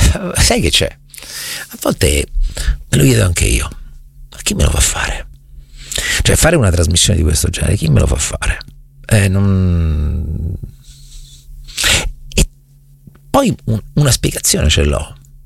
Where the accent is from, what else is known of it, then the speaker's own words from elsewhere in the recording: Recanati, Marche, Italy; accent: Marchigiano dialect, with Roman digressions; moved away; a Recanati nel mio paese